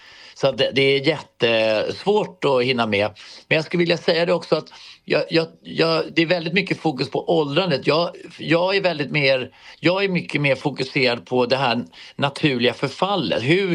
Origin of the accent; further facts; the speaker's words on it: Karlshamn, Blekinge, Sweden; moved away; jag är ju född och uppvuxen i Karlshamn i en så här Astrid Lindgren-värld med, du vet, mamma odlade grönsaker och man gick ut och hämtade potatis och vi hade ägg och man kunde liksom få lammkött och hade egen grisa